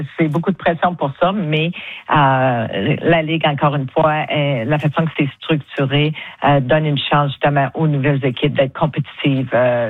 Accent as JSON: {"language": "French", "town": "Quebec City", "region": "Quebec", "country": "Canada", "tie": "born or raised there", "said": "moi, j'ai grandi à Québec."}